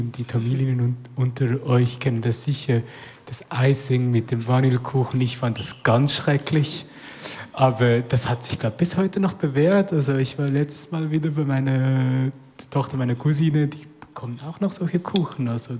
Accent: Einsiedeln, Schwyz, Switzerland; ich bin in Einsiedeln aufgewachsen, Kanton Schwyz.

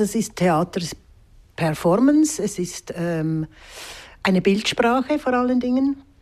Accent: Zurich, Switzerland; komme aus Zürich, aus der Stadt.

